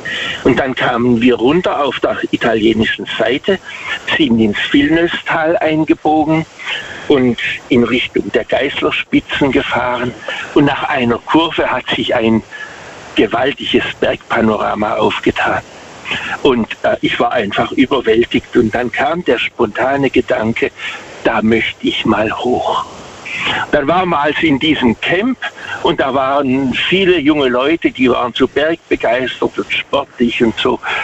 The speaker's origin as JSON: {"language": "German", "town": "Waghäusel", "region": "Baden-Württemberg", "country": "Germany", "said": "Also ich komme aus Waghäusel."}